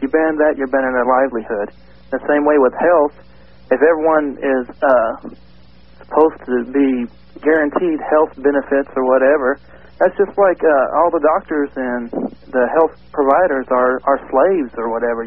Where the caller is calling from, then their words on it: Everett, Washington, United States; Everett, Washington.